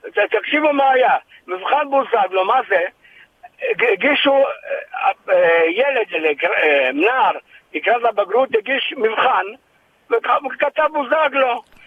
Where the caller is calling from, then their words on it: Tel Aviv, Tel Aviv District, Israel; אנחנו תל אביבים